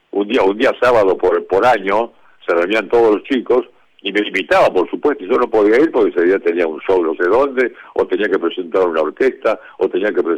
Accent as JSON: {"language": "Spanish", "town": "Colonia Belgrano", "region": "Santa Fe", "country": "Argentina", "tie": "born or raised there", "said": "Mi pueblo se llama Colonia Belgrano."}